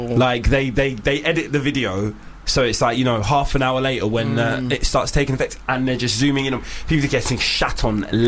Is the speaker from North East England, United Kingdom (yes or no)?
no; Hackney, London, United Kingdom; I'm actually from Hackney.